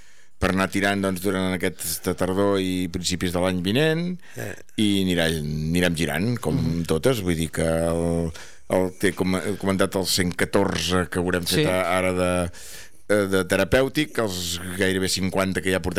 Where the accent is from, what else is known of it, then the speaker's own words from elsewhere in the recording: Catalonia, Spain; per fer-los saber a tot arreu on anem que som d'Arbós i som de Sant Hilari.